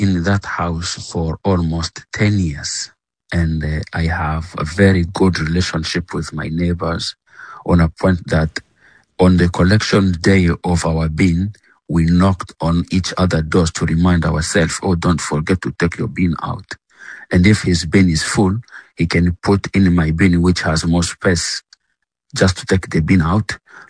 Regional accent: United Kingdom; If I could allow to join them, I would join the protest because I am a British citize

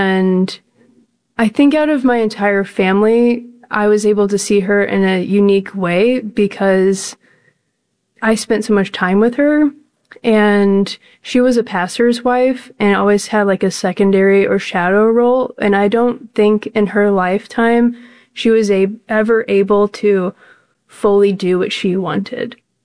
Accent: St. Louis, Missouri, United States; I'm from St. Louis, Missouri.

